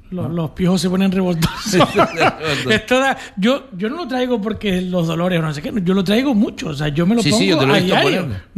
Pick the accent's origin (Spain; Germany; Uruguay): Spain; Lanzarote, Canary Islands